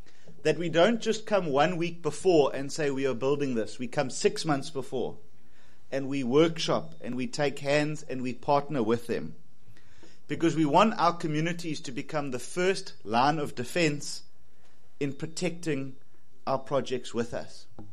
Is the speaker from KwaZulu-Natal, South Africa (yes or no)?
yes; KwaZulu-Natal, South Africa; I come from KwaZulu-Natal